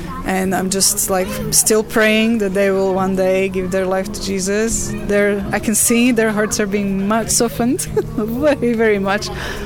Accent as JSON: {"language": "English", "country": "Slovakia", "tie": "born or raised there", "second_language": "English", "said": "My grandfather was a leader of Communist Party in the region because I'm from Slovakia. And when I was little, until about 8 or 9, there was still communism in Slovakia, Czechoslovakia then."}